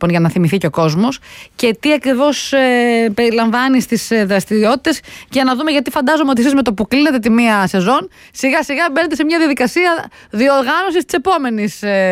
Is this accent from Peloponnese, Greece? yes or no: yes; Peloponnese, Greece; also born or lived in Ilia; εμείς είμαστε από την Πελοπόννησο, όπως ξέρετε, κατά το ίμιση από την πανέμορφη Ηλία